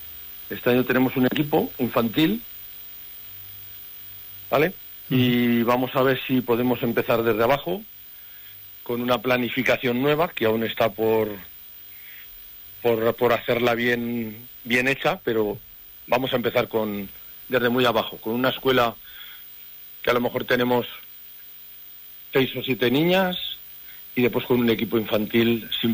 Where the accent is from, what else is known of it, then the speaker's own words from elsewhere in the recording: Teruel, Aragon, Spain; yo también soy de la provincia de Teruel, yo soy de Teruel, ¿eh?